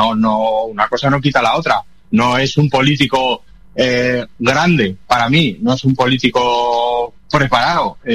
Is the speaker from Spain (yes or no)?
yes; Spain; Y como buenos españoles que somos, siempre buscamos el cobrar mucho y hacer poco.